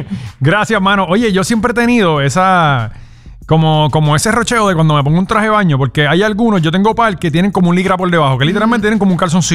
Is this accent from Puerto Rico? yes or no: yes; Corozal, Puerto Rico; yo soy de Corozal, en Corozal no hay playa.